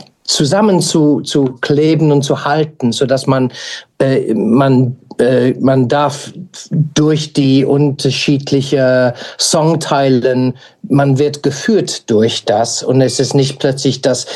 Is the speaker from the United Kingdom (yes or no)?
yes; United Kingdom; German is a second language; moved away; als Brite